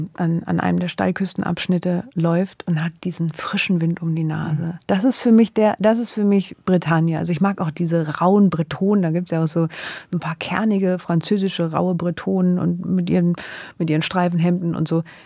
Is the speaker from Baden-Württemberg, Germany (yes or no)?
yes; Stuttgart, Baden-Württemberg, Germany; born there; ich bin in Stuttgart geboren, wenn ich den Dialekt höre, dann, das ist für mich was.